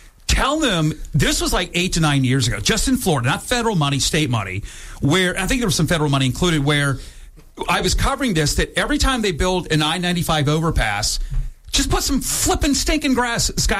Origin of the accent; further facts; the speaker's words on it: Scotland, United Kingdom; I golf at certain times of the season when it's cheap because I'm a Scotsman.